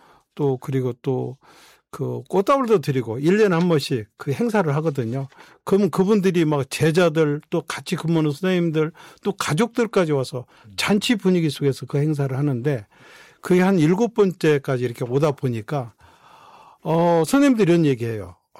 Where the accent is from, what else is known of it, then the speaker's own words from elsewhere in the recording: South Korea; 근데 저는 대한민국 사람이라는 게 너무 행복하더라고요.